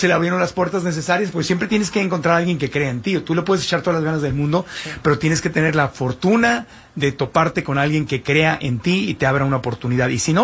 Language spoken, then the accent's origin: Spanish; Tijuana, Baja California, Mexico; yo nací, crecí en Tijuana, le mando un abrazo con mucho cariño a la gente de Tijuana.